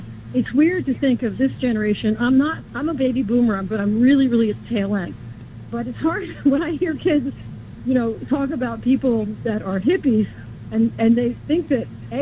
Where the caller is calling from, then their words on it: New York City, New York, United States; I live in East Harlem.